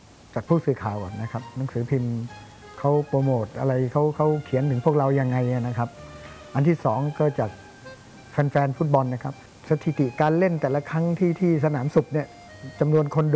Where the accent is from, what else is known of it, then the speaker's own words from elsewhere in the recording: Phitsanulok, Thailand; ผมเป็นคนพิษณุโลกก็ได้ฝึกฝนจากพ่อบุญธรรมเยอะเด็กบ้านนอกนะครับ